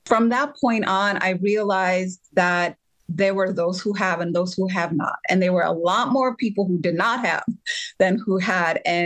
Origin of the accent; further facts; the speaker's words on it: Ethiopia; now in United States; So my family is from Ethiopia, and I grew up in Ethiopia.